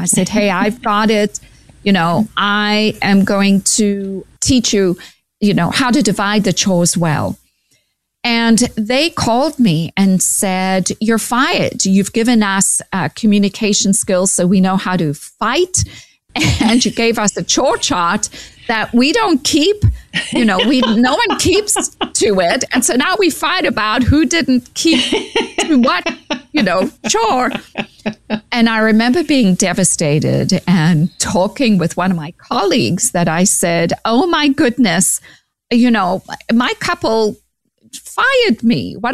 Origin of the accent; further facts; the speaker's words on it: South Africa; now in United States; you know that I grew up in South Africa, came to America, where my dad was a well-known psychologist … at Fuller Graduate School of Psychology.